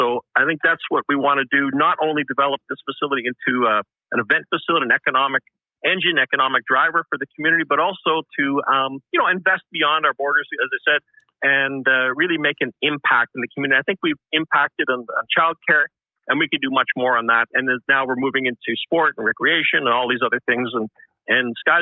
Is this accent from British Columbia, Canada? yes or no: no; Winnipeg, Manitoba, Canada; Yeah, you know, I'm a lifelong Winnipegger. I grew up in the West End